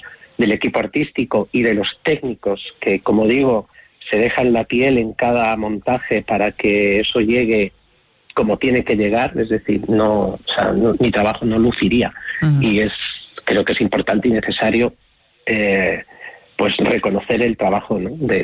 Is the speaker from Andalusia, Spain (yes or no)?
yes; Málaga, Andalusia, Spain; born there; moved away as an adult; also born or lived in Pamplona; now in Madrid, Spain; yo me formé en Málaga, estuve hasta los 19 años y a los 19 años me vine a Madrid. Entonces, es lo que yo pongo en mi Instagram, ¿no? O sea, yo soy pamplonés de nacimiento, malagueño de adopción y madrileño por vocación.